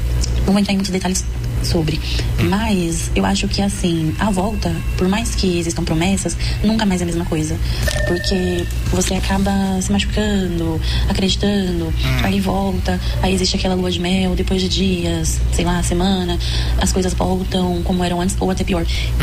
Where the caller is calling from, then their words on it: São Paulo, Brazil; sou da Zona Leste de São Paulo.